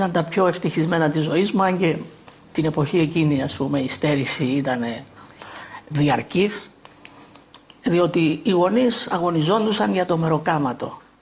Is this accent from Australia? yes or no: no; Agia Varvara, Nicosia District, Cyprus; moved away as an adult; now in Greece; Γεννήθηκα στην Αγία Βαρβάρα Λευκοσίας, Κύπρου. Είναι ένα μικρό χωριό, 13-14 χιλιόμετρα περίπου, έξω από τη Λευκοσία.